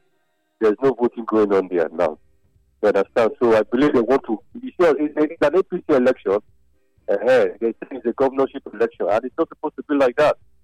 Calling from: Nigeria; I'm calling from Kubaroka Ward 1, precisely.

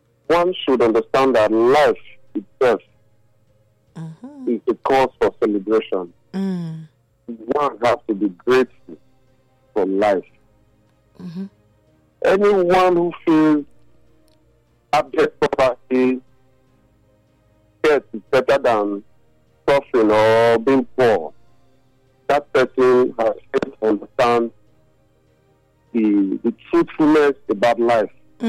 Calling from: Benin; I'm calling from Benin.

